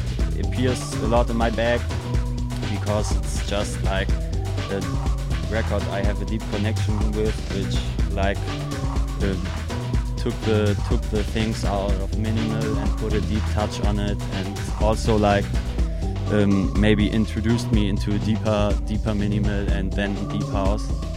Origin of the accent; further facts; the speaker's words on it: Cologne, North Rhine-Westphalia, Germany; I'm from Cologne